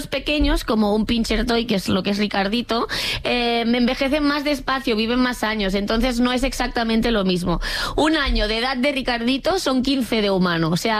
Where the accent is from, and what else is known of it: Catalonia, Spain